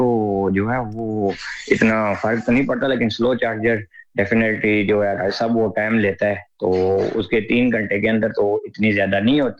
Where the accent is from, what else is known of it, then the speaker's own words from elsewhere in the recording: Pakistan; moved away; ہم پاکستانی ہیں